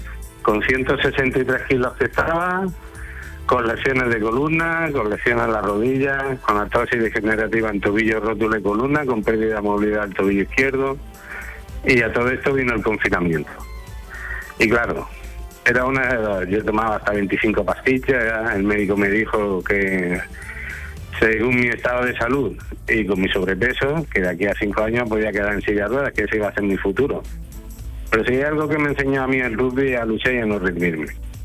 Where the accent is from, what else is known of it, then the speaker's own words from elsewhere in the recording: Granada, Andalusia, Spain; now in San Fernando, Spain; No, de Granada, pero Cañadilla de Adopción, como digo yo. Y vivo aquí en San Fernando.